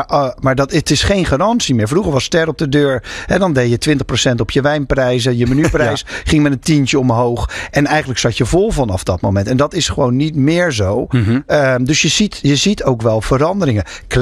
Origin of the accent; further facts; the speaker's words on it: Rotterdam, South Holland, Netherlands; en dat zeg ik als Rotterdammer